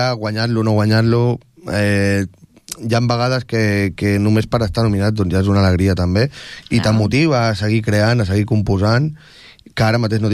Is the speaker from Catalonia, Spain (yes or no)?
yes; Tordera, Catalonia, Spain; also born or lived in Barcelona; A Barcelona, que és on soc de Tordera, però de Barcelona, i també els meus estudis els he fet a Barcelona